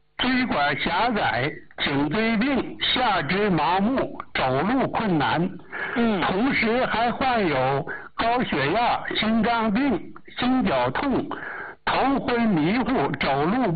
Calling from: Changchun, Jilin, China; 我来自吉林长春的， … 今年80岁高龄了，老师。

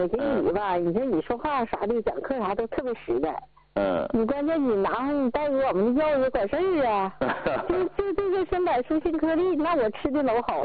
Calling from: Northeast China, China; 东北的，

